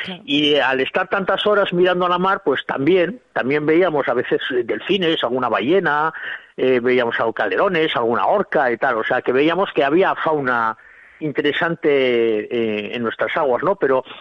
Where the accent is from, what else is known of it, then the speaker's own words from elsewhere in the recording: Bilbao, Basque Country, Spain; yo soy muy muy de Bilbao